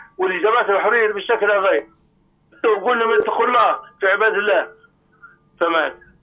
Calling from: Libya

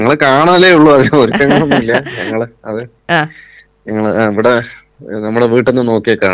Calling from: Palakkad, Kerala, India; സ്ഥലം വൈദ്യനാഥപുരം എന്ന് പറയും.

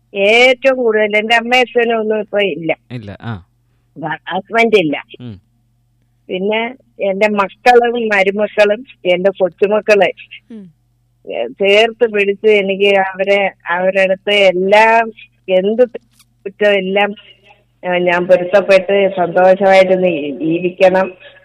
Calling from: Kerala, India

